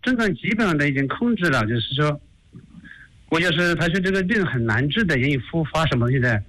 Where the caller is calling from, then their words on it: Hunan, China; 哎，我是湖南的一位听众哦。